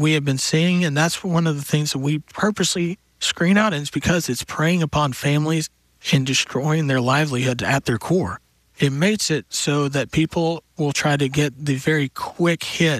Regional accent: Tyler, Texas, United States; I grew up in Texas, born and raised outside of Tyler, Texas

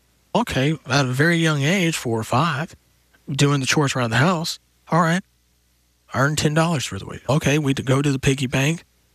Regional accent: Texas, United States; me growing up in Texas, that was part of our lifestyle

